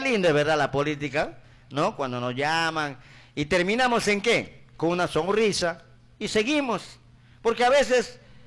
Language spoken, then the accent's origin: Spanish; Aguaytía, Ucayali, Peru; tengo que hacer recordar a mi pueblo, porque estimo mi Aguaití, estimo mi ciudad